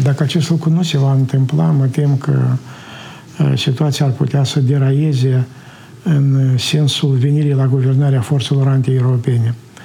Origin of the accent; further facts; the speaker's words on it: Moldova; o numim aici în Moldova, numim limba asta moldovenească